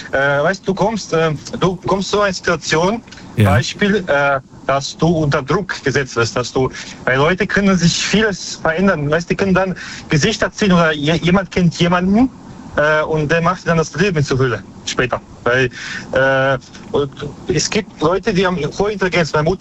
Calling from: Baden-Baden, Baden-Württemberg, Germany; Ich komme aus Baden-Baden.

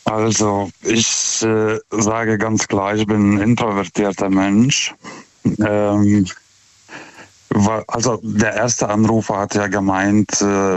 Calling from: Karlsruhe, Baden-Württemberg, Germany; German is a second language; aus Karlsruhe. Ich rufe zum zweiten Mal an.

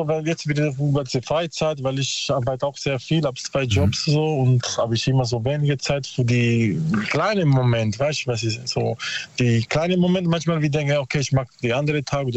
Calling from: Bruchsal, Baden-Württemberg, Germany; Karlsruhe, Bruchsal so.

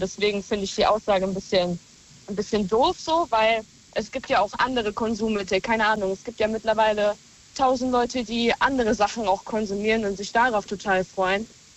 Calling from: Montabaur, Rhineland-Palatinate, Germany; Aus Montabaur.

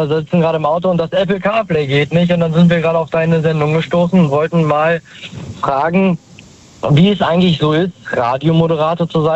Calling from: Lower Saxony, Germany; Wir kommen aus der Nähe von Hannover.

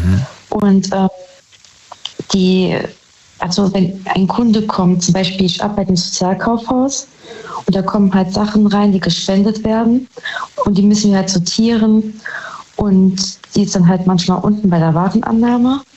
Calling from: Saarbrücken, Saarland, Germany; Saarbrücken.

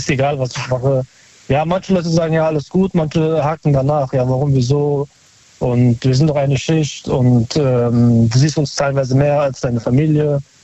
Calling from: North Rhine-Westphalia, Germany; Aus Nähe Köln.

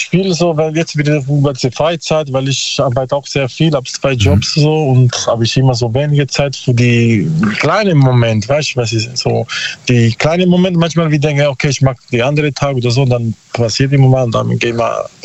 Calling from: Bruchsal, Baden-Württemberg, Germany; Karlsruhe, Bruchsal, so.

